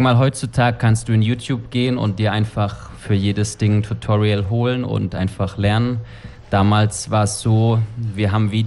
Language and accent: German; Itlingen, Baden-Württemberg, Germany; Also ich sag mal so, ich bin im Dorf aufgewachsen.